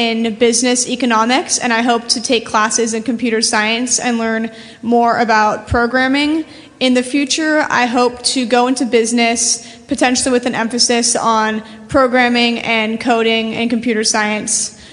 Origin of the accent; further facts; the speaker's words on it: California, United States; I am from California, and I'm going to be a freshman at UCLA.